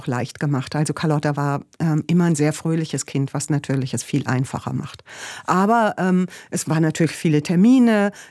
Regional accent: Gieselwerder, Hesse, Germany; also ich bin im kleinen Dorf in der Nähe von Bad Karlshafen aufgewachsen, Giselwerder, ein kleiner Ort an der Weser

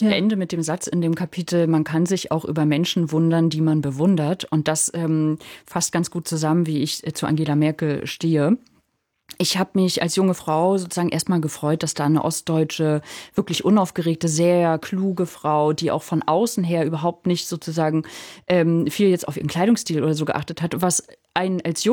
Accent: East Germany, Germany; ich bin auch aus dem Osten

